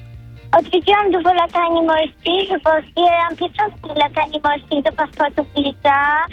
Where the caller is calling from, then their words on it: Tychy, Silesian Voivodeship, Poland; Dzwonię z trasy, wracam z Dziewczęcej Góry do domu w Tychach.